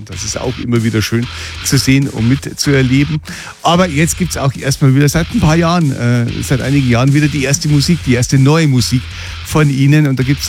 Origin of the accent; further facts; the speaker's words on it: Bavaria, Germany; Da bin ich froh, dass ich richtig spießig hier in Niederbayern aufgewachsen bin.